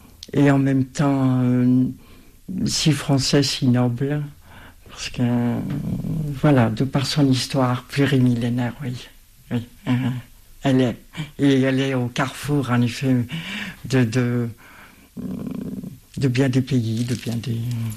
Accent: Dijon, Bourgogne-Franche-Comté, France; je suis de France, je suis de Dijon.

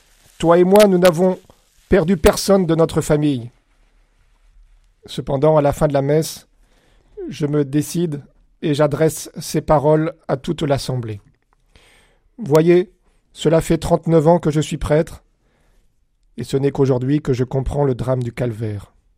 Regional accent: Normandy, France; Voyez-vous, moi je suis normand, et en Normandie, les soirs de baptême ou de communion, on n'est pas toujours très frais.

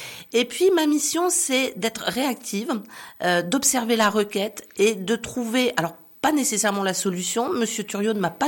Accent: La Guerche-sur-l'Aubois, Centre-Val de Loire, France; moved away as an adult; also born or lived in Tours; now in Nevers, France; je suis née à Nevers. Bien que voisine, en fait, je suis berrichonne, puisque je suis de la Guerche sur l'Aubois. Donc, j'ai fait mes études dans le Cher, puis à Tours, et je suis revenue en 1991 à Nevers

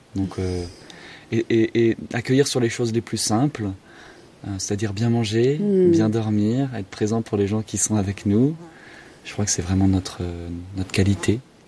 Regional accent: Paris, Île-de-France, France; parce qu'à la base je viens de Paris.

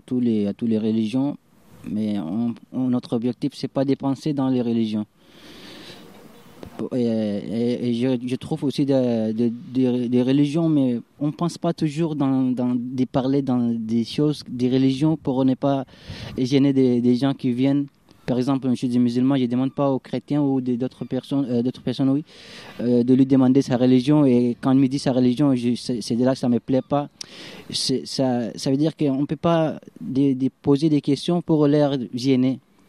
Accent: Sudan; moved away; je viens du Soudan, je suis de religion musulmane.

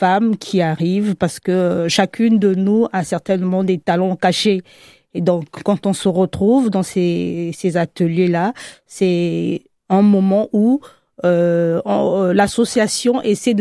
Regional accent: Republic of the Congo; first language French; moved away as an adult; now in France; Je viens du Congo-Brazzaville.

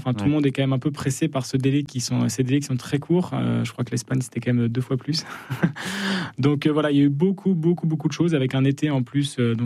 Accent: Chambéry, Auvergne-Rhône-Alpes, France; J'en suis, je viens de Chambéry.

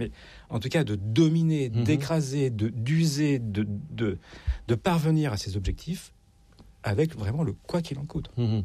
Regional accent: France; Vous avez vu ce que ça a fait chez nous en France, les cours en ligne.

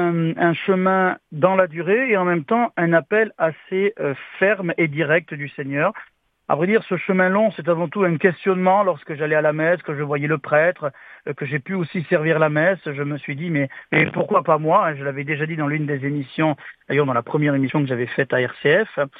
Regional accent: Tarascon, Provence-Alpes-Côte d'Azur, France; d'où je suis originaire, donc de Tarascon, de Provence

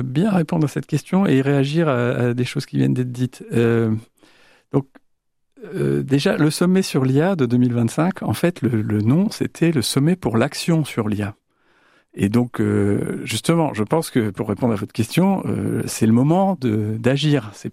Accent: France; ceux qu'on utilise chez nous, en France ou en Europe

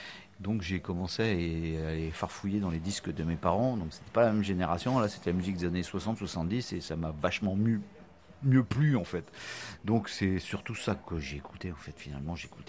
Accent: Brest, Brittany, France; born or raised there; also born or lived in Plougastel / Quimper

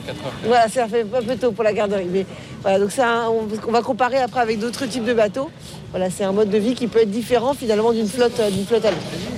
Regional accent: Brittany, France; On dit le bao, sinon chez nous en Bretagne.

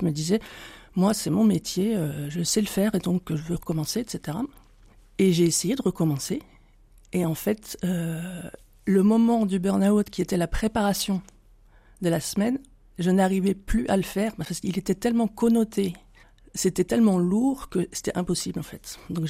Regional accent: Besançon, Bourgogne-Franche-Comté, France; moved away; also born or lived in Nièvre; Je suis originaire de Besançon.

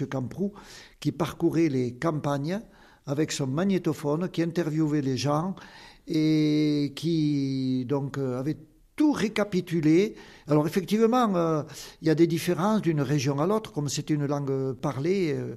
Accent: Occitanie, France; accent: Occitan; Oui, j'ai l'accent du pays, c'est normal. Ça fait partie de l'Occitanie, l'accent.

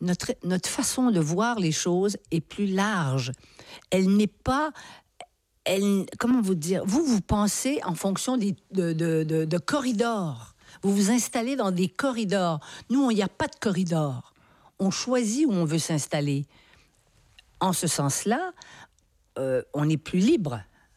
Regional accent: Quebec, Canada

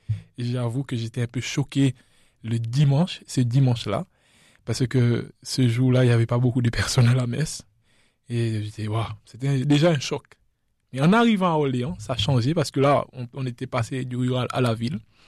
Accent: La Digue, Seychelles; French is a second language; moved away as an adult; now in France; je viens des Seychelles, les îles Seychelles. J'ai grandi aux Seychelles dans une île qui s'appelle la Digue. À savoir que nous avons 115 îles aux Seychelles et donc il y a trois îles principales, je dirais. Et moi, je viens de celui qui s'appelle la Digue. La plus petite parmi les trois

